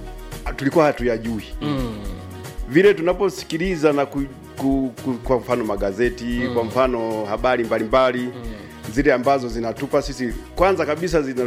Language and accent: Swahili; Iringa, Tanzania; born there; Mimi nimezaliwa maeneo ya Ipalamwa kijijini huko.